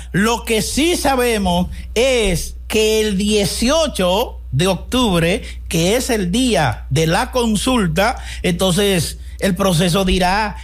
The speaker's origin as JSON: {"language": "Spanish", "country": "Dominican Republic", "said": "Esas son nuestras necesidades como población dominicana."}